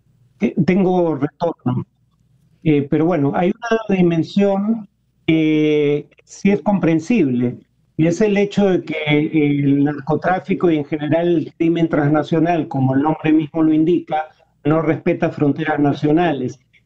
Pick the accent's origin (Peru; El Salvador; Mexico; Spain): Peru